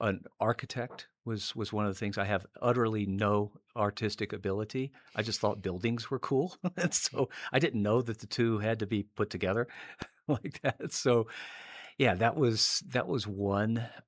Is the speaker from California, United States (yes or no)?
no; North Carolina, United States; born there; I was born in North Carolina and have ended up moving, living all over the place.